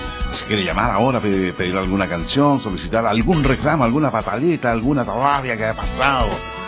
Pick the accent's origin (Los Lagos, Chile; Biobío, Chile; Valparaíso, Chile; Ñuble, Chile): Valparaíso, Chile; Somos desde acá, somos porteños, somos desde acá, desde La Llancha